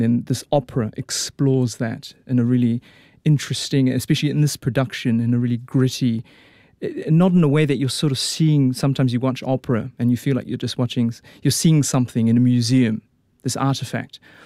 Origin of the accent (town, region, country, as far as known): Auckland, New Zealand; born or raised there; also born or lived in Australia